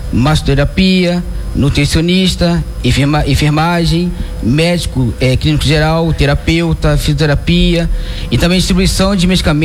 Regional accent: Rio de Janeiro, Brazil; born there; accent: carioca; now in Duque de Caxias, Brazil; Nasci no Meia.

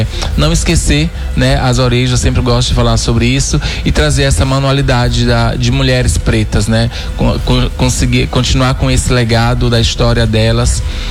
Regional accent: Jequié, Bahia, Brazil; o nome da coleção era Quilombo Barro Preto. Justamente para honrar o lugar de onde eu venho

